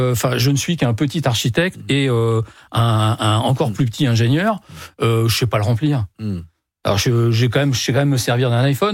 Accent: Hauts-de-France, France; now in Amiens, France; Moi je viens de la Somme. La Somme, c'est un département, c'est celui où il y a le plus d'éoliennes en France.

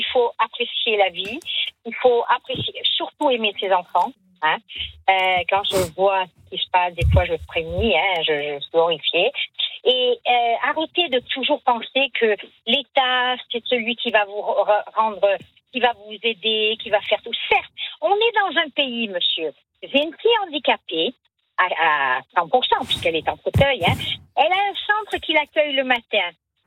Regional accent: Nice, Provence-Alpes-Côte d'Azur, France; Ah non, Nice, c'est merveilleux, je suis niçoise, hein, fière de l'être.

